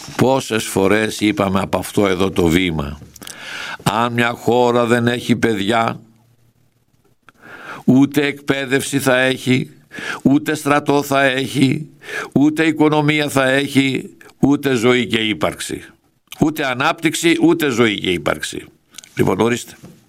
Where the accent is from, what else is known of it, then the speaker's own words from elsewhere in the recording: Vasilopoulo, Epirus, Greece; στο χωριό μου, στο Βασιλόπουλο, Ζήτσας